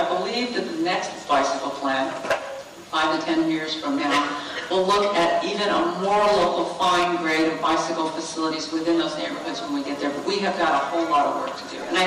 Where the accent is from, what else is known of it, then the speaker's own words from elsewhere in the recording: Torrance, California, United States; I grew up here, and I grew up in Torrance.